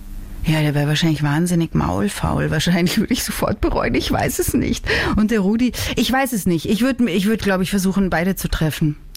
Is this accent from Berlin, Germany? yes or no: no; Bavaria, Germany; ich bin ja aus Oberbayern und wir haben einen Taufkirchen südlich von München. Ganz in der Nähe bin ich groß geworden.